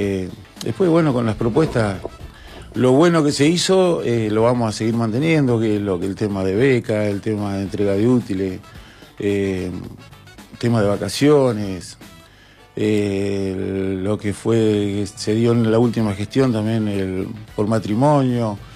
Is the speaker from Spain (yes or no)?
no; Argentina; somos argentinos.